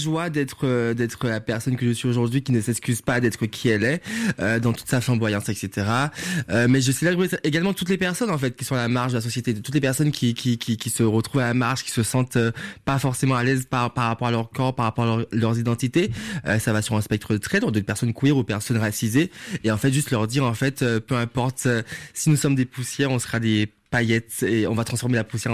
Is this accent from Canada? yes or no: no; Martinique; en grandissant, j'ai grandi en Martinique.